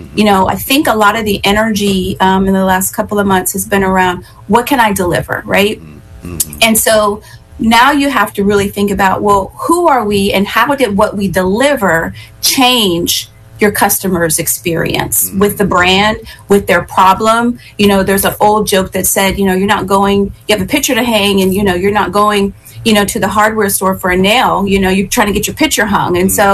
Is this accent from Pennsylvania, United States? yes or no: yes; Pennsylvania, United States; born there; moved away; also born or lived in Philadelphia; there's been a lot of excitement in my home state of Pennsylvania, mm-hmm. In my former stomping grounds, Philadelphia.